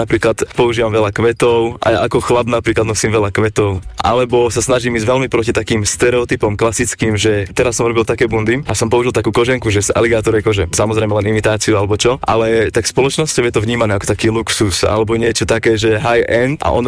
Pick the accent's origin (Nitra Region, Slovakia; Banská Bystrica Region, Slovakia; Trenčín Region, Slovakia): Banská Bystrica Region, Slovakia; Revúca; moved away as an adult; now in Bratislava, Slovakia; ja som tu žil v Bratislave vlastne už rok, lebo ja som zo stredného Slovenska, ja som z Revúcej. My sme tu žili s priateľkou rok a pol tuším